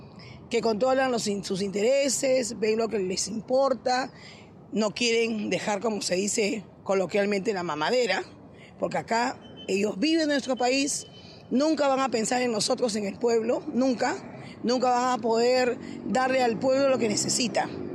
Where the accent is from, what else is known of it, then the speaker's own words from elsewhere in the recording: Peru; Somos muchos los buenos, somos muchos peruanos buenos.